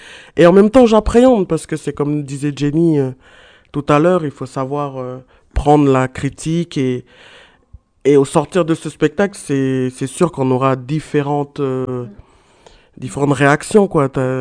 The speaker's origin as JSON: {"language": "French", "area": "Touho", "region": "North Province", "country": "New Caledonia", "tie": "born or raised there", "also_born_or_lived": "Lifou / metropolitan France", "said": "j'ai grandi à Tours dans le Nord."}